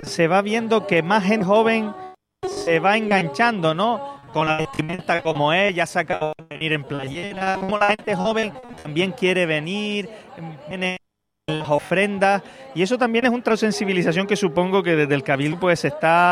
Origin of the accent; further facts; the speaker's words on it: Teror, Canary Islands, Spain; Yo soy de Teror, yo me he criado aquí